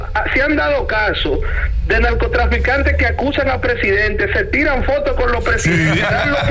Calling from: Dominican Republic; Yo como dominicano

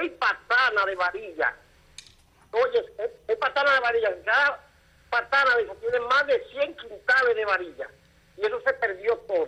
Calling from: Dominican Republic; yo soy de Palmerrada.

